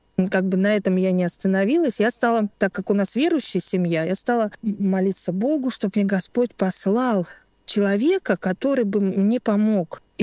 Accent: Krasny Kholm, Tver Oblast, Russia; born there; Я родилась в Тверской области, город Красный Холм.

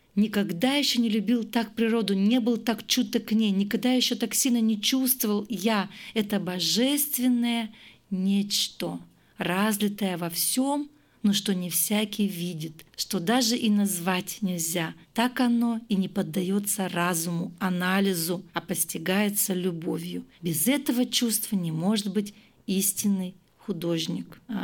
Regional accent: Russia

